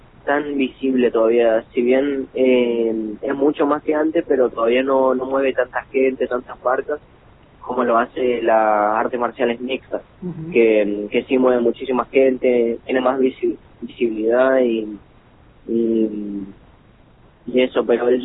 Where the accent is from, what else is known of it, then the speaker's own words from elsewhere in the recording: Pirané, Formosa, Argentina; moved away as an adult; now in Buenos Aires, Argentina; representar a mi pueblo más que nada porque soy de ahí, me crié ahí y mi gente está ahí, mi familia ahí